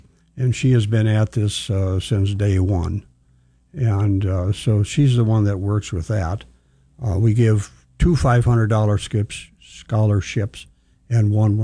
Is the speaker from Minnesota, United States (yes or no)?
yes; Herman, Minnesota, United States; born or raised there